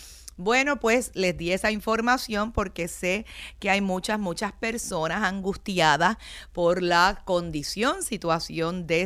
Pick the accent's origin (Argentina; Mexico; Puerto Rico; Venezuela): Puerto Rico; San Juan; born or raised there